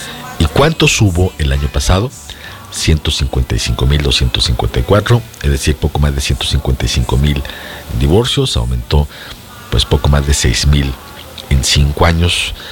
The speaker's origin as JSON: {"language": "Spanish", "country": "Mexico", "said": "cómo somos los mexicanos"}